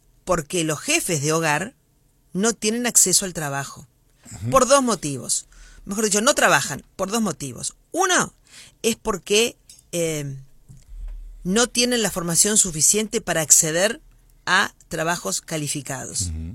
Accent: Montevideo, Uruguay; born there; moved away as an adult; now in Rivera, Uruguay; yo nací en Montevideo, toda mi familia es de Montevideo, pero hace 42 años que estoy acá.

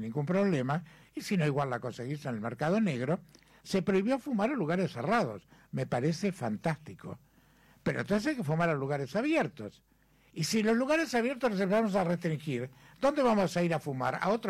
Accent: Uruguay; porque somos uruguayos, como dice la visa.

